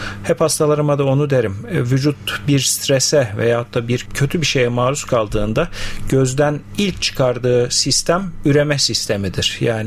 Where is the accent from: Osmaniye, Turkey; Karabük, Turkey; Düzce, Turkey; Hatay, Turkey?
Hatay, Turkey; İskenderun; born there; now in Istanbul, Turkey; 1979 İskenderun doğumluyum.